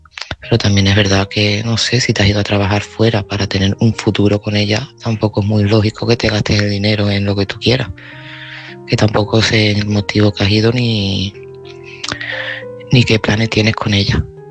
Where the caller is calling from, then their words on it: Seville, Andalusia, Spain; de Sevilla